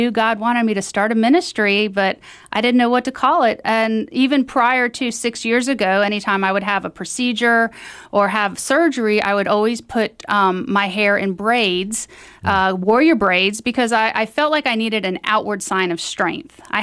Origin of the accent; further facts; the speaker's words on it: Tallahassee, Florida, United States; I'm from Tallahassee.